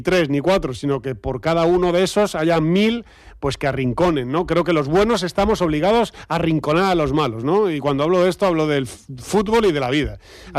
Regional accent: Andalusia, Spain; Ya no voy a hacer el argumento un poco vacuo de que somos andaluces y de que, pues verdaderamente somos andaluces

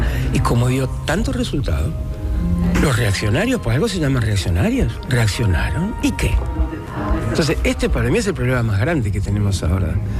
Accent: Uruguay

